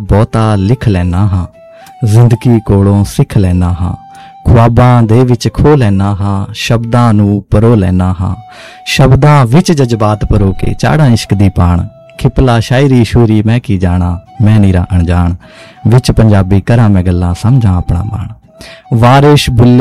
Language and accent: Punjabi; Punjab, India; ਅਸਲ 'ਚ ਮੈਂ ਜਦੋਂ ਆਪਣੇ ਪਿੰਡ 'ਚ ਰਹਿੰਦਾ ਸੀਗਾ, ਪੰਜਾਬ 'ਚ, ਬੇਸਿਕਲੀ ਮੇਰਾ ਜਨਮ ਜਿਹੜਾ ਪੰਜਾਬ ਦਾ ਹੈ, ਮੋਹਾਲੀ ਡਿਸਟ੍ਰਿਕਟ ਹੈ ਮੇਰਾ